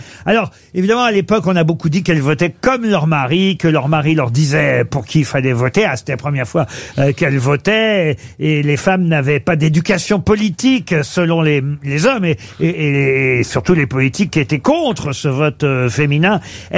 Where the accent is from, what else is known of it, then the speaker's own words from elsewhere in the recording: France; chez nous en France